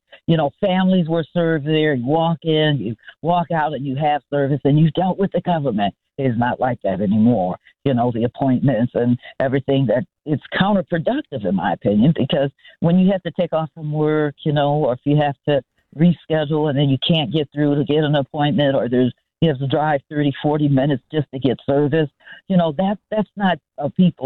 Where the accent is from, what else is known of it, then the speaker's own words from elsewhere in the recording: Joliet, Illinois, United States; as they say, born and raised in Joliet. I went to school here and went to college here, raised my family here